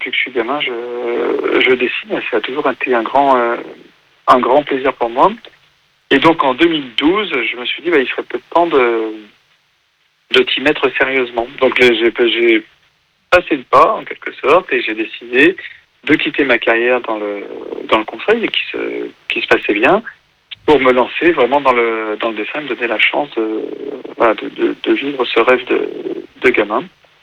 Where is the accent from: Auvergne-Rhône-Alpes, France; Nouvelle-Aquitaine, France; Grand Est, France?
Auvergne-Rhône-Alpes, France; Lyon; now in Burgundy, France; J'ai 48 ans. J'habite pas du tout vers Angers ou même dans l'Ouest. Moi, je suis lyonnais d'origine et j'habite en Bourgogne aujourd'hui.